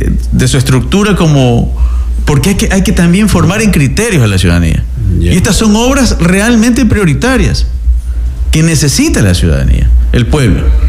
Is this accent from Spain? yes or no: no; Ancón, Santa Elena, Ecuador; yo nací en Ancón, el 14 de septiembre de 1982. Los primeros años de mi vida los viví ahí cerca de los Amantes de Zumpa.